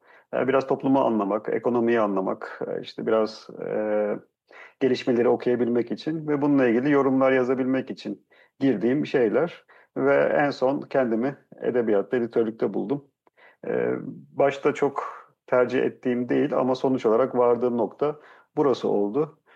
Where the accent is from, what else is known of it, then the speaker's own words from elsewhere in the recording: İzmir, Turkey; Biz İzmirliyiz. İzmir'de doğdum. İlkokulu da burada okudum.